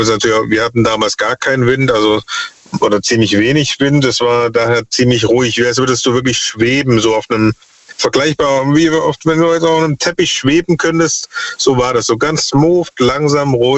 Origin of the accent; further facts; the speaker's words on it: Dresden, Saxony, Germany; also born or lived in Stuttgart; Stuttgart geboren, Dresden groß geworden und jetzt halt 10 bis 15 Jahren wieder hier im Ländle, ne?